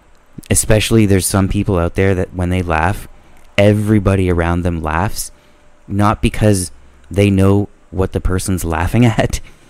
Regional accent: Canada; I'm Canadian, eh?

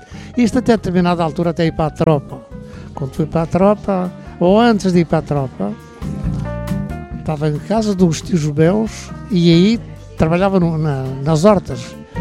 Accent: Algarve, Portugal; now in Belém, Lisbon, Portugal; porque eu não sou de cá. Sou do Algarve. É aqui, moro a partir dos anos 40, 50, 60, pouco mais ou menos. Portanto, já daqui a uns aninhos que moro aqui.

